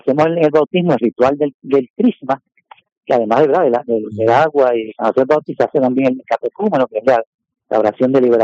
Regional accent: San Juan, Puerto Rico; Yo soy de San Juan y venía de un hermano mío, diácono, al lado mío era de uno de Humacao y había otro diácono que era de Arecibo.

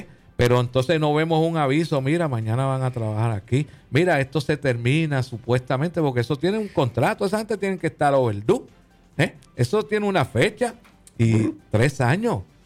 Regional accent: Puerto Rico; now in Fajardo, Puerto Rico; usted sabe cómo somos aquí los boricuas

